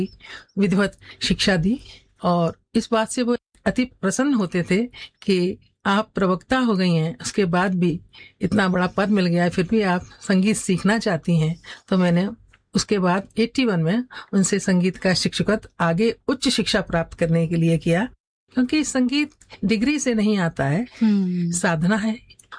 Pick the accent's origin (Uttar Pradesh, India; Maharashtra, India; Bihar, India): Uttar Pradesh, India; Firozabad; born there; हाँ, 1973 से मैं संगीत से जुड़ी। मेरा जन्म 1961 में हुआ था फिरोजाबाद में।